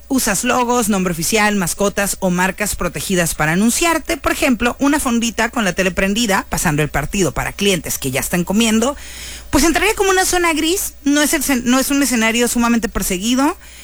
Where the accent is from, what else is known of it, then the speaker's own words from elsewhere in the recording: Mexico; como buenos mexicanos, somos muy creativos